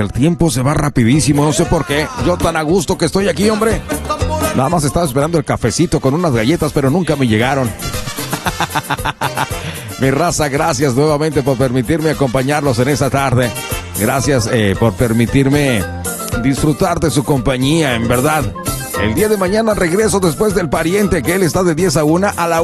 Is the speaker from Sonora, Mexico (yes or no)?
yes; Magdalena, Sonora, Mexico; now in Milwaukee, United States; de por allá del estado de Sonora.